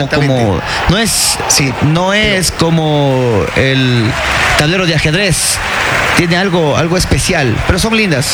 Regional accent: Ecuador; No somos franceses, somos ecuatorianos. Hablamos el español, el castellano.

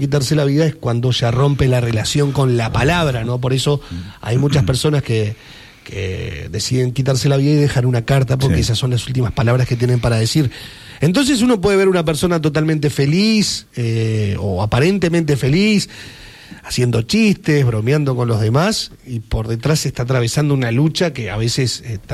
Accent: Uruguay; yo pertenezco a esta comunidad, somos uruguayos, vamos arriba, estamos en el Mundial

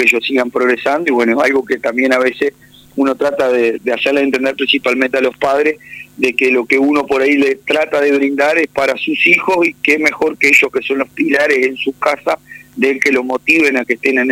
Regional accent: Río Branco, Cerro Largo, Uruguay

